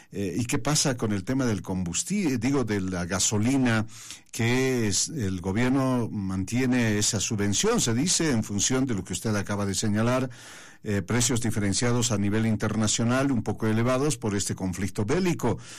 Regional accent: Bolivia

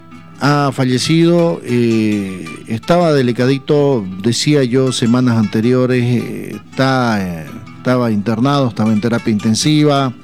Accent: Santa Cruz, Bolivia

